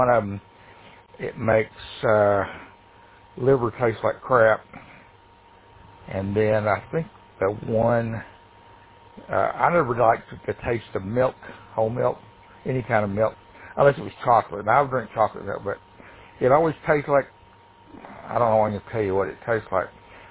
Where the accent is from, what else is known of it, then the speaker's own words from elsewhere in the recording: Tennessee, United States; born there; also born or lived in Chattanooga, Tennessee / Hendersonville, Tennessee; we moved from Chattanooga up to near Nashville, up to Hendersonville, when I was in sixth grade